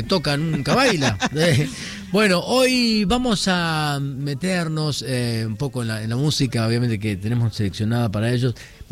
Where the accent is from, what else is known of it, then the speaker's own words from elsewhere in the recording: Buenos Aires, Argentina; also born or lived in Córdoba; si bien me he criado acá en Buenos Aires, vengo de Córdoba, 7 años me traen acá